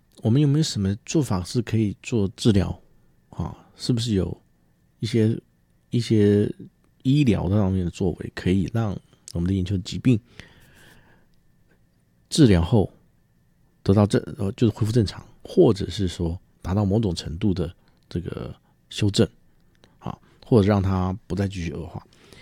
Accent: Taiwan; 因为我们台湾人太多人是近视，有近视的问题，也有散光的问题。

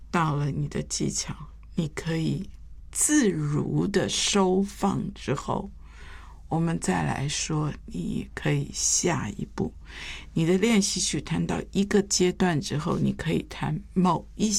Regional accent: Taiwan; 我记得我在这个眷村里面长大的时候，我一学琴，一票的所有眷村的小孩子跟我同年都去学了，最后只剩下我一个。

